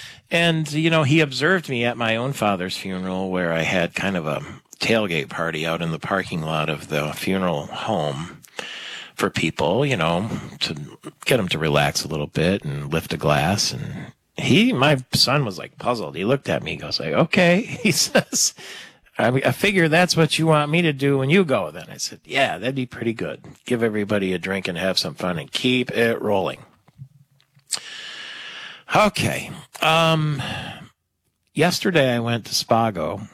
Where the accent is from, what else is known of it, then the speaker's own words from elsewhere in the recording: Detroit, Michigan, United States; also born or lived in Bloomfield, Michigan; now in Beverly Hills, United States; I'm from Detroit. He said, where? I said, well, downriver, and then I lived in Bloomfield for a while.